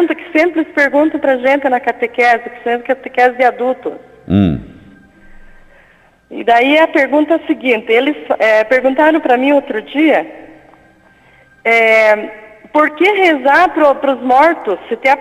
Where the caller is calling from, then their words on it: Guarapuava, Paraná, Brazil; Eu falo de Guarapuava.